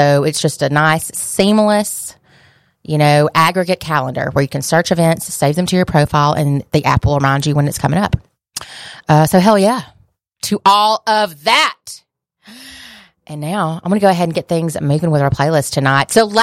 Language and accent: English; Alabama, United States; now in Birmingham, United States; I grew up in North Alabama